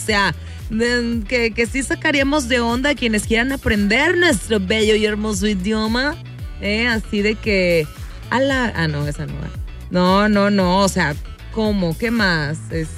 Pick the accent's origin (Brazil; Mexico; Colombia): Mexico; las frases que decimos como mexicanos